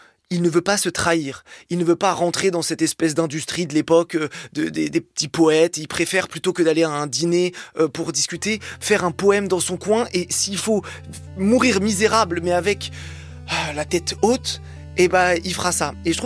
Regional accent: Algeria; Et en plus, moi, en tant qu'Algérien, il y a évidemment le rapport entre l'Algérie et la France est particulier.

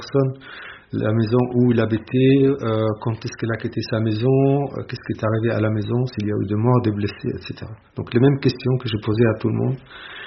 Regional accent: Palestine; je suis palestinien

